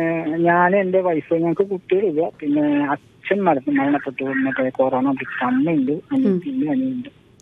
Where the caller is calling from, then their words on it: Chittanda, Kerala, India; ഞാൻ വിളിക്കുന്നത് തൃശ്ശൂരിൽ നിന്നാണ്. തൃശ്ശൂരിൽ നിന്ന് ചിറ്റണ്ട എന്ന് പറഞ്ഞു. പിന്നെ ഞാൻ ജോലി കൊണ്ട് ഗുരുവായൂരടുത്ത് കണ്ടാണ്.